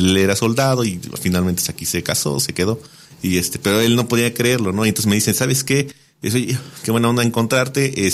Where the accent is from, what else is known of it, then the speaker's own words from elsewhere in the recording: Puebla, Mexico; soy nahua. Y cuando le dije que era yo precisamente del Valle Agrícola de una comunidad nahua en Puebla, se le iluminaron los ojos